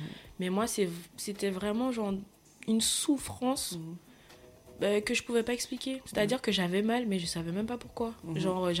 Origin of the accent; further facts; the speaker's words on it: Guadeloupe; En fait, j'ai grandi en Guadeloupe avec mes parents et tout.